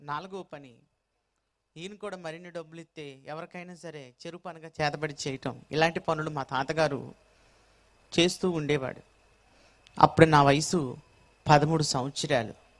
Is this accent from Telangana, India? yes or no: no; Andhra Pradesh, India; మాది గుంటూరు జిల్లా, ఇప్పుడు విభాగించబడి పల్నాడు జిల్లాగా ఉన్నటువంటి జిల్లాలో గురజాల అనేటువంటి ప్రాంతంలో నేను సేవ చేస్తున్నాను.